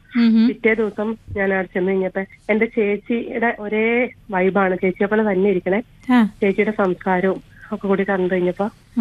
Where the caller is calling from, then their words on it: Muvattupuzha, Kerala, India; ഞാൻ മൂവാറ്റുപുഴ വാളകത്താണ് താമസിക്കുന്നേ.